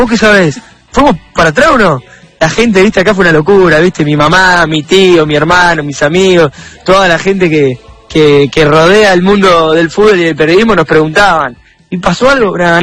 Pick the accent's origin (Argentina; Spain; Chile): Argentina; el argentino, y esto lo digo yo, siendo argentino, es una palabra autorizada